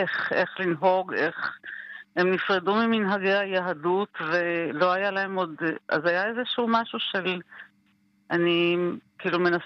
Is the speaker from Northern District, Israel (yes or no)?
yes; Northern District, Israel; אני במקור מקיבוץ, קיבוץ חולטה, בת להורים יקים.